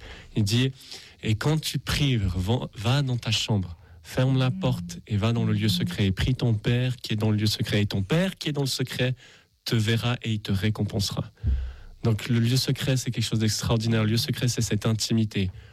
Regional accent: Switzerland; Je suis suisse, nous on dit 71, mais 71. Mon épouse est française, donc j'apprends à dire les chiffres à la française.

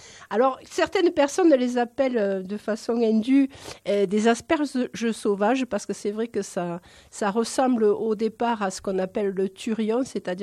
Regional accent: Nîmes, Occitanie, France; born there; Alors moi qui viens du midi, pas du midi moins le quart, je suis née à Nîmes pour tout vous dire.

